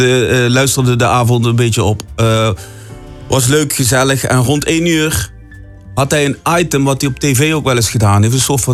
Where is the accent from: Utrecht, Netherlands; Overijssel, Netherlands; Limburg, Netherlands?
Limburg, Netherlands; Kelpen-Oler; born there; moved away as an adult; now in Weert, Netherlands; En ik ben oorspronkelijk uit Kelpen-Oler.